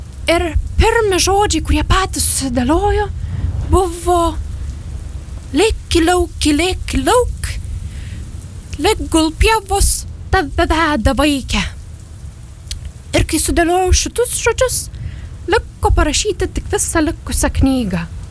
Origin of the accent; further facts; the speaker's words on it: Vilnius, Vilnius County, Lithuania; Aš augau Pašilaičiuose, supiausi ant virvės skalbinams ir man gimė tokia muzikėlė ir tokia mintelė